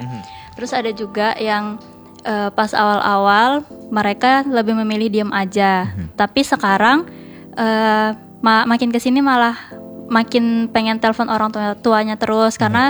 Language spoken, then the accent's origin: Indonesian; Java, Indonesia; Aku juga Jawa dan ya enggak terlalu bisa